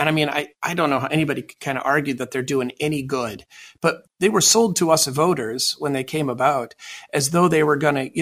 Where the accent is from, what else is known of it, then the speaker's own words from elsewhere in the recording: United States; as an American